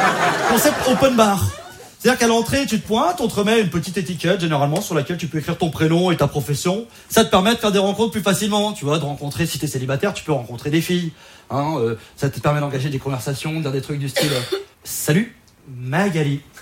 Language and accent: French; Auvergne-Rhône-Alpes, France; now in Paris, France; je viens de Savoie, d'un petit village de montagne. Alors, j'ai envie de vous dire, petit village classique. Tout le monde connaît tout le monde